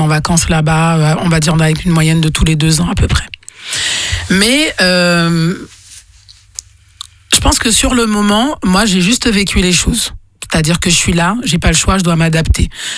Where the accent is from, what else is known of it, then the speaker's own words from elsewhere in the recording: Guadeloupe; je suis guadeloupéenne et j'ai quand même, même si c'est tout petit sur le planisphère, ben... J'en suis extrêmement fière.